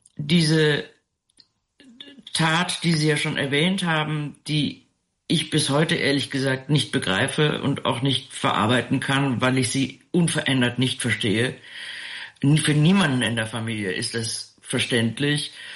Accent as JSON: {"language": "German", "region": "Rhineland", "country": "Germany", "tie": "born or raised there"}